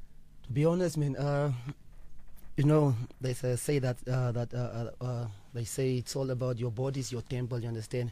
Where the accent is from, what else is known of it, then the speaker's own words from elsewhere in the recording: Swakopmund, Erongo, Namibia; moved away as an adult; now in South Africa; growing up in Namibia, in my hometown, Swakopmund